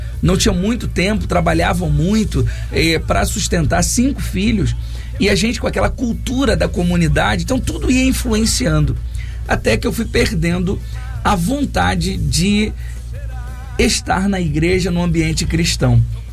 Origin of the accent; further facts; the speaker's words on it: Rio de Janeiro, Brazil; Eu sou oriundo do Rio de Janeiro mesmo, sou carioca. Sim. Da Gema. Porém, eu sou ali daquela região, Rio Comprido, Tijuca, aquela área ali é a área que eu morei a vida inteira.